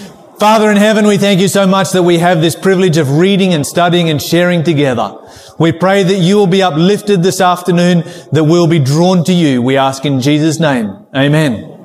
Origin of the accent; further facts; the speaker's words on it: Glen Huon, Tasmania, Australia; also born or lived in Sandfly; I was a kid growing up in Glen Huon, or it might have been after I moved up to Sandfly. I can't remember which exactly.